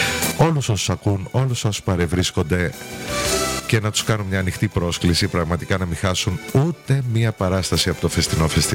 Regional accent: Greece

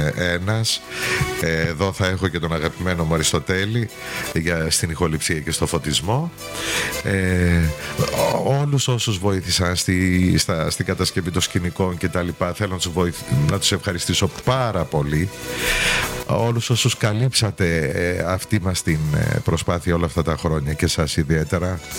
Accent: Greece

